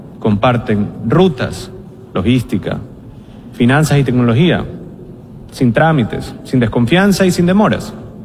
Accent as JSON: {"language": "Spanish", "country": "Ecuador", "said": "Hubo un tiempo en que en mi país el miedo tenía más autoridad que la ley. Lo vivieron familias que dejaron de salir de noche, comerciantes que pagaban para poder trabajar, jóvenes a quienes les ofrecían un arma antes que un diploma. Decidimos que ese no sería el destino de Ecuador"}